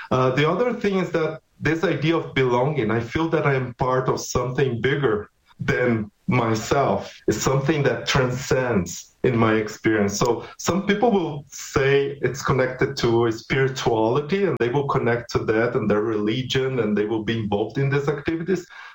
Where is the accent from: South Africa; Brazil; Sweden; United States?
Brazil; And sometimes I remember I came from Brazil. I remember a community that was very proud of having runners coming from that.